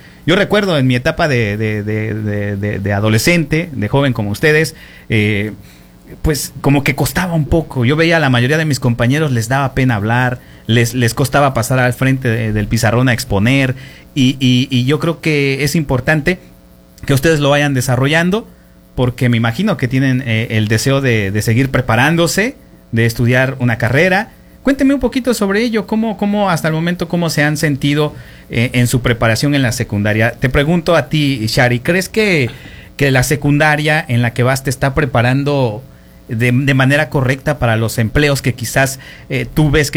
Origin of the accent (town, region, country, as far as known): Mexico